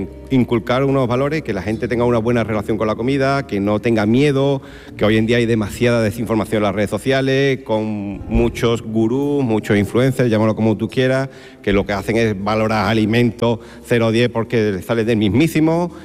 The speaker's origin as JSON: {"language": "Spanish", "town": "Jerez de la Frontera", "region": "Andalusia", "country": "Spain", "also_born_or_lived": "France", "moved": "as an adult", "said": "Dejar Jerez, dejar tu tierra, la familia, los amigos, irte para allá, para Francia, sin tener mínima idea del francés, sin conocer a nadie"}